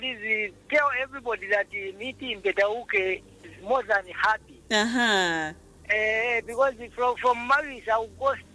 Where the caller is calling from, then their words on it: Zambia; I'm one of the happiest in Zambia.